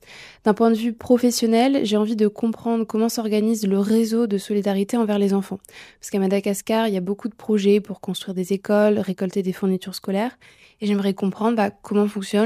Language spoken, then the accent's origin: French; Hauts-de-France, France; j'ai 22 ans et je suis française et originaire des Hauts-de-France.